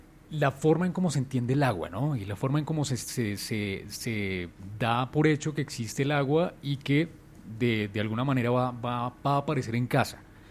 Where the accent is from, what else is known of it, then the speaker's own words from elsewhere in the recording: Bogotá, Bogotá D.C., Colombia; como capitalinos, como bogotanos